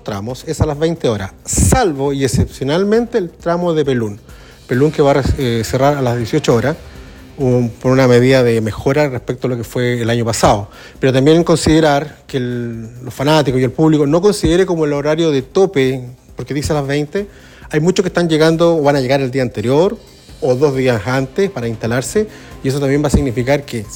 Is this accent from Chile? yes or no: yes; Chile; al rallista chileno, a todos los que somos chilenos